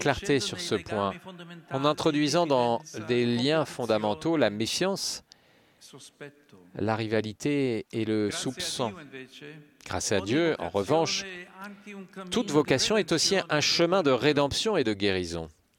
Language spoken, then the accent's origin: French; Paternò, Sicily, Italy; j'ai 22 ans et je viens de Paterno, un petit village de Sicile.